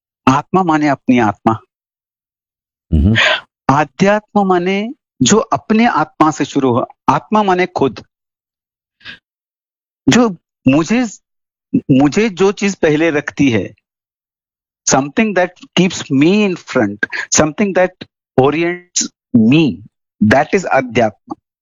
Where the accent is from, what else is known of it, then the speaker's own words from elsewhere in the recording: Karnataka, India; मैं कर्नाटका से हूं और बस अपनी 60 साल की जिंदगी में